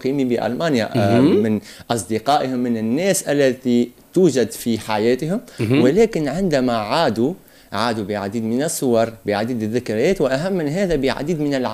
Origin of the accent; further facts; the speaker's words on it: Tunisia; now in Germany; أنا في هذه الصائفة عدت إلى بلدي وهو بلدي تونس